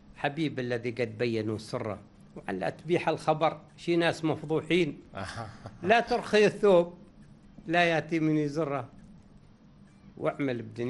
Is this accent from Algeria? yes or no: no; Dhofar, Oman; born there; moved away; رغم أني ربيت منذ يعني بداية شبابي في هذه المنطقة، يعني في أظفار من السبعينات